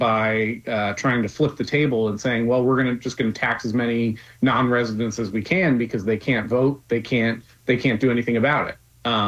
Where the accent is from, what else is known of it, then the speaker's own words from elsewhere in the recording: New Jersey, United States; So I grew up in New Jersey. I had firsthand experience of one of the worst taxing situations in the country.